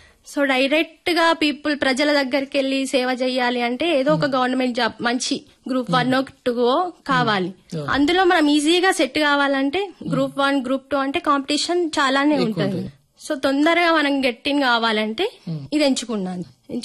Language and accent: Telugu; Utnoor, Telangana, India; నాది ఆదిలాబాద్ జిల్లా ఊట్నూరు మండలం సార్. నేను 1 నుండి 7వ తరగతి ఊట్నూరులోని సరస్వతి శిశు మందిర్ పాఠశాలలో చదువుకున్నాను